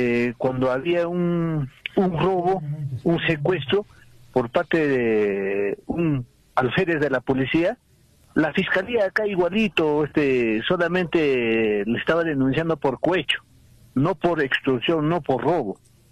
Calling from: Juliaca, Puno, Peru

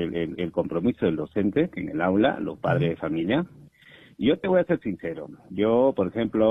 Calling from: Moquegua, Peru; los colegas que somos de acá de Moquegua

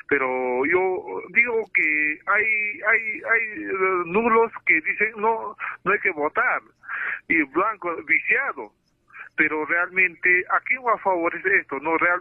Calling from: Peru; Y yo le estoy llamando acá desde la provincia de Mo.

